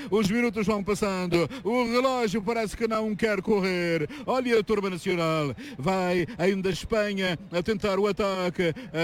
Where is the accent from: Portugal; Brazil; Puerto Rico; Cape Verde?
Cape Verde; Viemos de Cabo Verde. Viemos de 10 ilhas maravilhosas. 10 ilhas, 10 grãozinhos de terra.